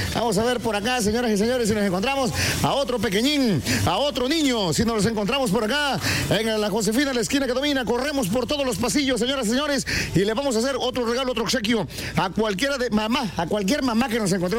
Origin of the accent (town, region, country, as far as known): Tatitlán, Veracruz, Mexico; moved away